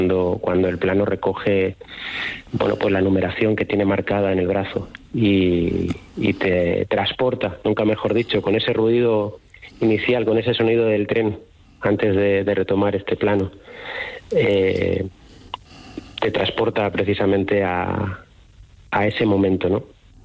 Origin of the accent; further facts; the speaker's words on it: Spain; a nosotros, claro, como españoles y como flamencos